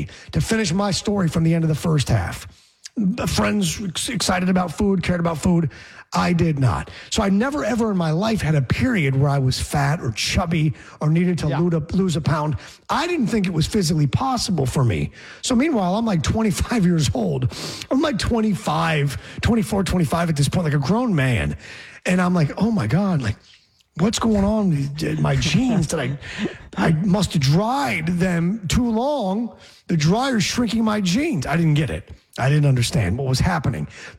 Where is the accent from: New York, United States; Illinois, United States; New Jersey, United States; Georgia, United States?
New York, United States; Geneva; now in Philadelphia, United States; I drove from Philly back to my hometown of Geneva, New York, to go see the family for the weekend and my baby nephew